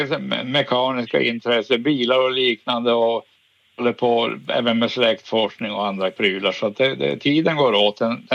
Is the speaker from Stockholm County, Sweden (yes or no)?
no; Norrbotten County, Sweden; now in Luleå, Sweden; jag vet inte om min dialekt avslöjar mig. Jag är Tornedalen i grunden. Hela trakten.